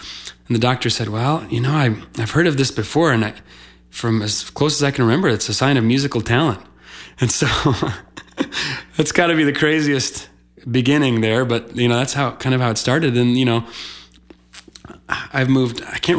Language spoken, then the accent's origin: English; Las Cruces, New Mexico, United States; born there; I was born in New Mexico, in Las Cruces, New Mexico.